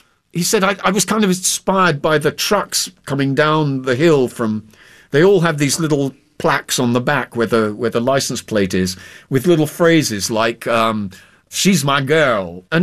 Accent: England, United Kingdom; he knew I, as an Englishman, I loved puns.

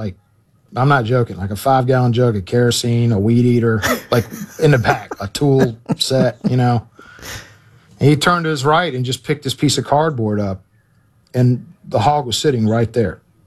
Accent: Memphis, Tennessee, United States; born there; I was born in Memphis.

